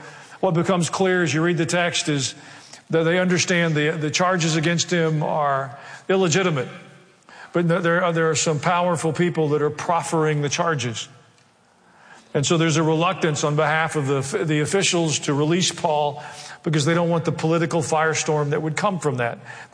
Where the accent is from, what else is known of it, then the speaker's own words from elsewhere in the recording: Southern United States, United States; accent: southern; in my southern accent in their language